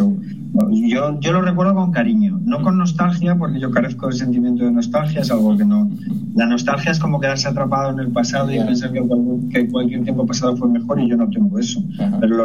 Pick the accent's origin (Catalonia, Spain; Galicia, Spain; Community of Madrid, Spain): Community of Madrid, Spain; Madrid; born there; aunque yo nací en Madrid, soy el único de mi familia que lo hizo. Mi familia procedía de La Rioja, mis padres vivían en Logroño antes de trasladarse a Madrid por trabajo.